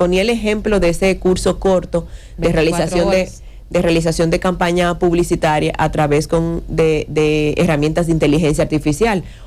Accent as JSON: {"language": "Spanish", "country": "Dominican Republic"}